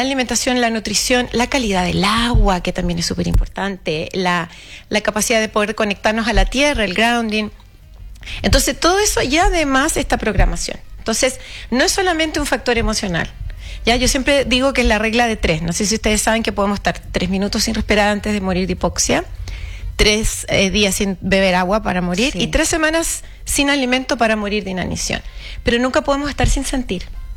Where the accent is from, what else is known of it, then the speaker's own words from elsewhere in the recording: Chile; que somos los chilenos